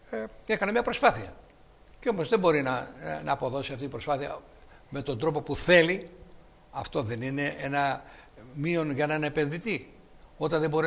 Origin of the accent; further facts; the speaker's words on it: Greece; σαν Έλληνας